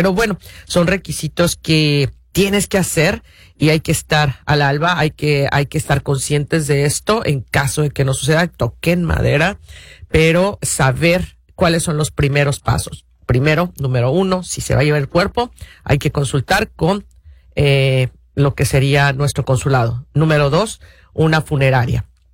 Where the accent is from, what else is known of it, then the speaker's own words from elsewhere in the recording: Mexico; moved away; En el caso de nosotros como mexicanos